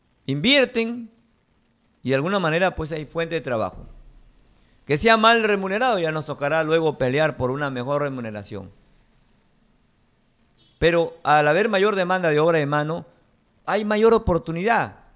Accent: Peru; Eso estamos esperando nosotros los peruanos.

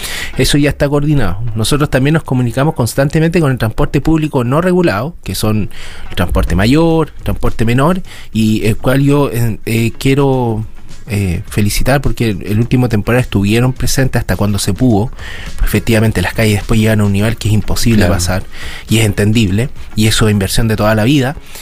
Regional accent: Punitaqui, Coquimbo, Chile; also born or lived in Ovalle; Soy abellino, pero me crié en Punitaqui. Tuve unos años muy lindos en Punitaqui.

